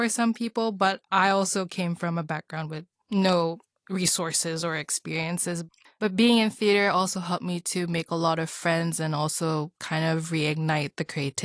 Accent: Philippines; very stereotypically because I am Filipino.

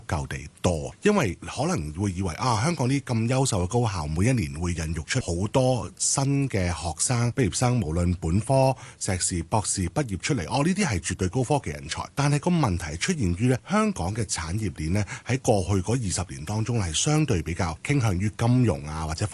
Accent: Kaiping, Guangdong, China; 首先啦，开平是我的家乡，咁啊，作为一个开平人嚟讲咧，其实我都好希望将开平嘅文化走出去啦。

